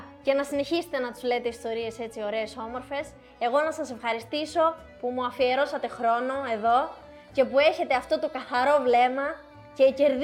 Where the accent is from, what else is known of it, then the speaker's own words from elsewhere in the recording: Panagia, Crete, Greece; Από την Παναγιά, Μονοφατσίου, κοντά.